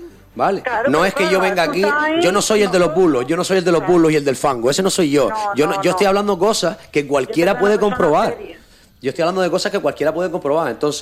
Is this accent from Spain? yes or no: yes; Canary Islands, Spain; como canarios que somos